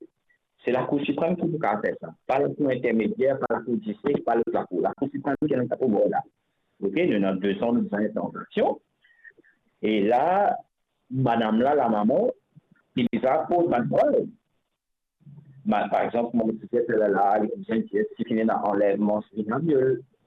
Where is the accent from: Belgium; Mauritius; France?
Mauritius; moi je viens de Mauricien